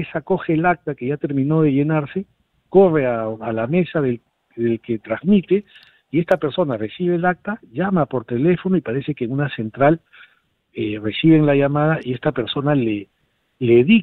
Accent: Peru; como en el Perú hacemos

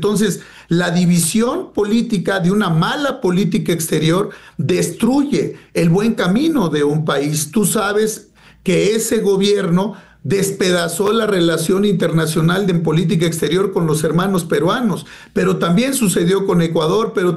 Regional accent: Mexico; porque soy mexicano.

